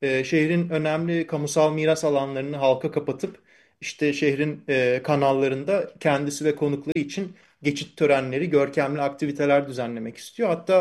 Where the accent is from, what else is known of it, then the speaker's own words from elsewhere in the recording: Princes' Islands, Istanbul, Turkey; Yani aslında biz Adalılar olarak ve toplum olarak böyle etkinliklerin faydasını değil zararını göreceğiz.